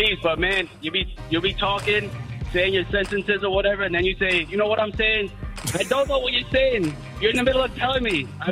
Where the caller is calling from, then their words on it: New York City, New York, United States; I'm calling from Flushing. I'm a truck driver.